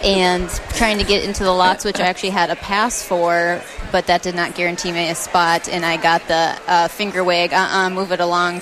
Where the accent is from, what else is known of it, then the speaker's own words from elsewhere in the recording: Spicer, Minnesota, United States; my hometown of Spicer.